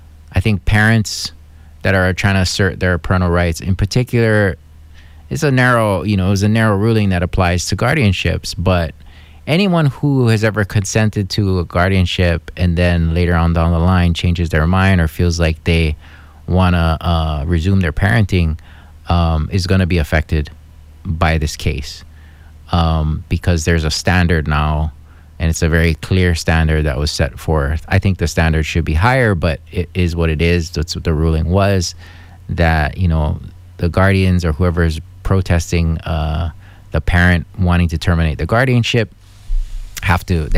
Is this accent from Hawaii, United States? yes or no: yes; Hawaii, United States; At least I do, as a Hawaiian person.